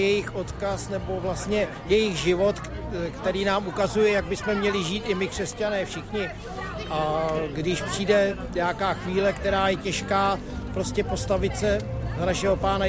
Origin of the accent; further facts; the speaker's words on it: Kámen, Vysočina Region, Czechia; Z Kámena, okrese Pelhřimov.